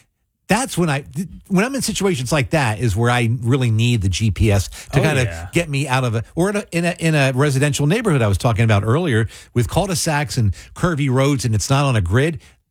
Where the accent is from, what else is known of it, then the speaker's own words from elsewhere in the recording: Mays Landing, New Jersey, United States; moved away; where I grew up in Mays Landing